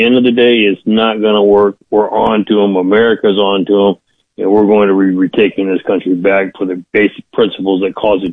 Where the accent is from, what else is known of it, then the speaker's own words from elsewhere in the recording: Mexico; You know, I grew up in Mexico. My parents were missionaries. Mexico is socialist.